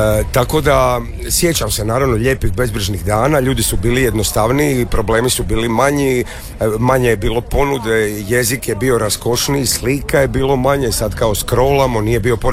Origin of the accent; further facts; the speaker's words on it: Split, Split-Dalmatia County, Croatia; now in Zagreb, Croatia; Kako svaki put bio ovdje dva dana ili dva mjeseca ili 20 dana, pošto sam otišao 95. dulje sam u Zagrebu nego što sam u Splitu.